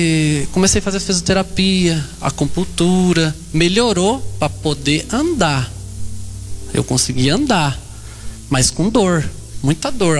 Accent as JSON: {"language": "Portuguese", "town": "Apucarana", "region": "Paraná", "country": "Brazil", "said": "Eu sou lá de Apucarana."}